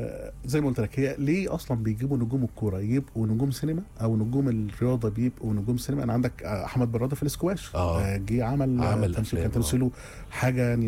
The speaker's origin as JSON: {"language": "Arabic", "country": "Egypt", "said": "ولا عشان احنا مصريين يعني"}